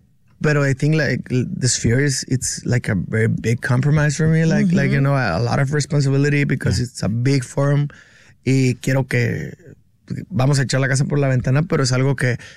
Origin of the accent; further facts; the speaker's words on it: Sonora, Mexico; Soy de Sonora, estamos bien impuestos a la crítica, nosotros le llamamos carrilla